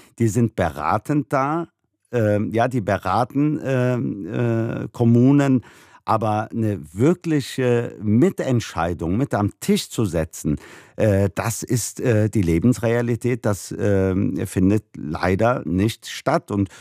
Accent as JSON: {"language": "German", "country": "Germany", "said": "egal wo ich auf der Welt bin, wenn ich gefragt werde, wo ich herkomme, sage ich immer, ich bin Deutscher. Nur hier in Deutschland nur hier kann ich das nicht so ganz machen."}